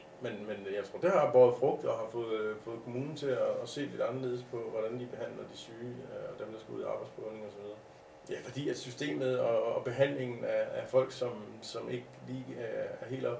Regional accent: Jebjerg, Central Denmark Region, Denmark; born there; Jeg er født i Jebjerg på et alderdomshjem.

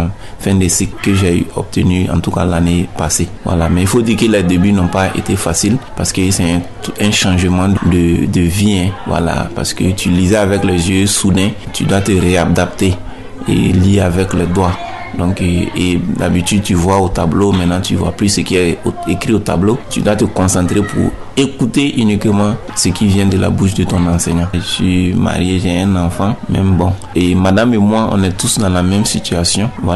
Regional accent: Burkina Faso; C'est parce que chez nous, au Burkina, on ne sait pas, sinon dans certains pays émergents, on voit.

